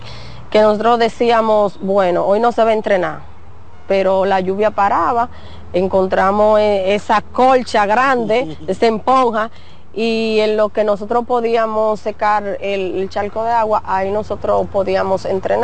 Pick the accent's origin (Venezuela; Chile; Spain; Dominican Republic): Dominican Republic